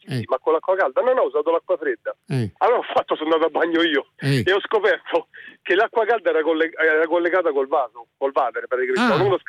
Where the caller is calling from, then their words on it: Rome, Lazio, Italy; Io sono un tecnico, sono un geometra di Roma